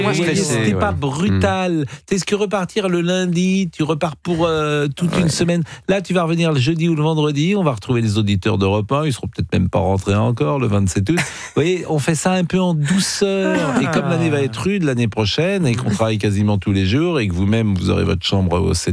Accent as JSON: {"language": "French", "town": "Nantes", "region": "Pays de la Loire", "country": "France", "tie": "born or raised there", "moved": "as an adult", "lives_now": "Paris, France", "said": "Et vous savez, en 86, moi, c'est une année importante pour moi, parce que j'ai quitté Nantes, j'ai quitté mon papa et ma maman."}